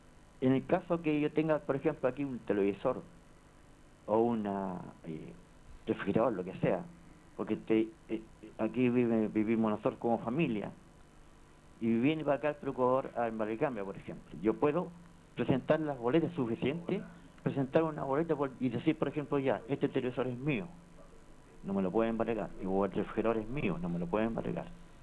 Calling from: Viña del Mar, Valparaíso, Chile; De Viña del Mar.

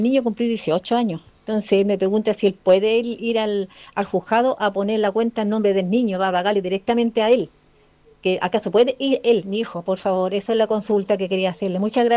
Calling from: Valparaíso, Chile; Mire, yo soy de Valparaíso

